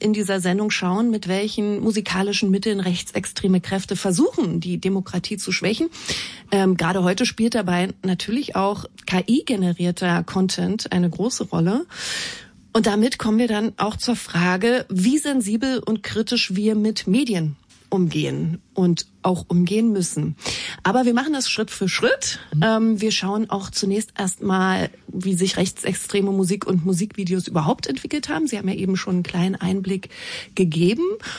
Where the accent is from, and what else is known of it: East Germany, Germany